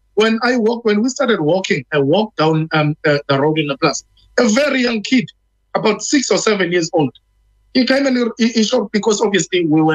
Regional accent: KwaZulu-Natal, South Africa; I'm one activist from South Africa in KZN that chooses not to be quiet.

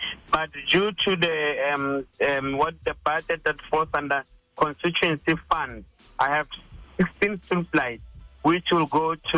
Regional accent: Phakalane, South-East District, Botswana; I grew up in Phakalane where my mother was working as a domestic worker, and I learned Phakalane lifestyle

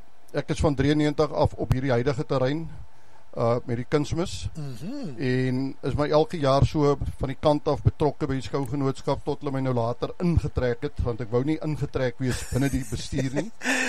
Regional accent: George, Western Cape, South Africa; moved away as an adult; also born or lived in Fort Beaufort; now in George, South Africa; ek het groot geword op George, 1963 gebore

